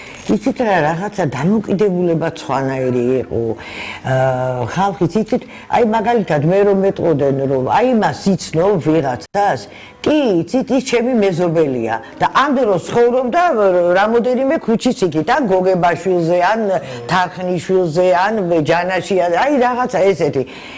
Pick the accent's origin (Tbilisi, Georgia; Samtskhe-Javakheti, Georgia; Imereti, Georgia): Tbilisi, Georgia; born or raised there